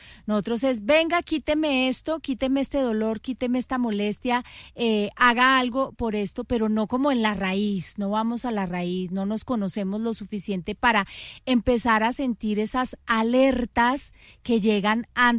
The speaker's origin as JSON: {"language": "Spanish", "town": "Medellín", "region": "Antioquia", "country": "Colombia", "said": "mi coterránea, porque también es de Medellín"}